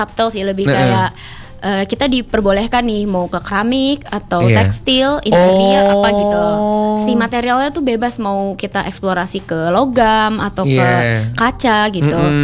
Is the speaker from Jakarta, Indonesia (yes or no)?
yes; Jakarta, Indonesia; Aku dari Jakarta.